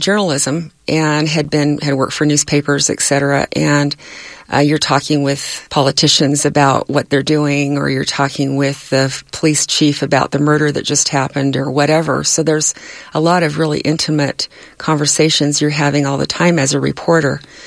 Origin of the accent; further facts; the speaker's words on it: California, United States; born there; I was born in California, and it was rather integrated down there.